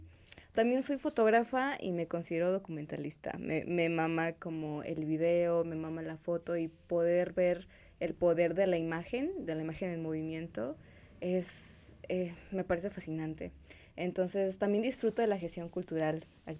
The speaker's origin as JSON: {"language": "Spanish", "town": "Naucalpan", "region": "State of Mexico", "country": "Mexico", "tie": "born or raised there", "said": "Crecí en el barrio de Naucalpan, soy del Estado de México."}